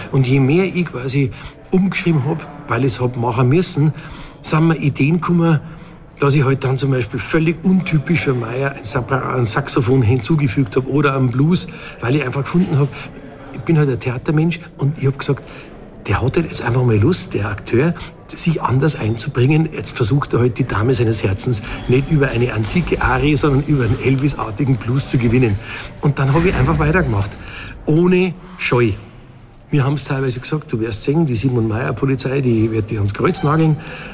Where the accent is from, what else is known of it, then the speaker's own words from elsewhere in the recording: Munich, Bavaria, Germany; now in Ingolstadt, Germany; Als Münchner